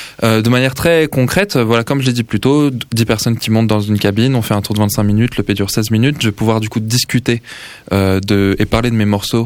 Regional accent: Île-de-France, France; now in Toulouse, France; donc moi je viens pas de Toulouse à la base, je viens du 93

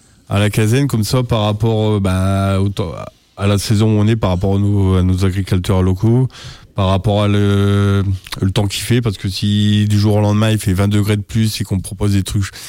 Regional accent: Lens, Hauts-de-France, France; Moi comme je viens de Lens et du Nord, la carbonade flamande c'est un peu proche de chez nous.

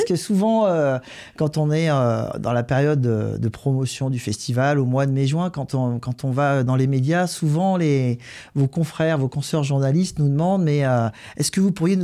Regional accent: Gannat, Auvergne-Rhône-Alpes, France; moi, j'ai grandi à Ghana.

